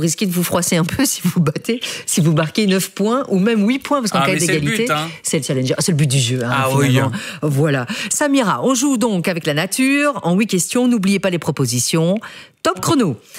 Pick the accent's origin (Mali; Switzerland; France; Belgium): Belgium; chez nous, en Belgique.